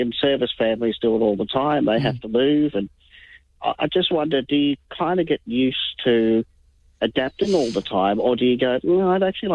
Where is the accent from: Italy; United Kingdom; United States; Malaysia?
Malaysia; now in Australia; I'm actually Malaysian. We do speak the same language as some of the Sri Lankan community do, which is Tamil